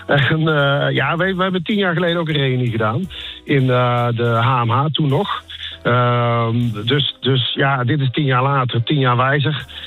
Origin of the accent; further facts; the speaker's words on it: Waalwijk, North Brabant, Netherlands; Ja, ik was een schuchtere Brabantse jongen, inderdaad, geboren en getogen in Waalwijk.